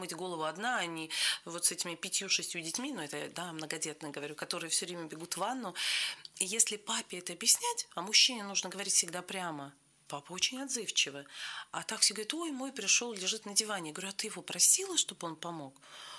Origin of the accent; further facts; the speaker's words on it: Cherepovets, Vologda Oblast, Russia; Я сама из Череповца